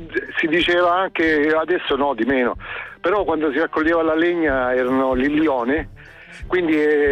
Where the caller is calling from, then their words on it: San Giorgio Ionico, Apulia, Italy; San Giorgio Ionico, vicino Manduria.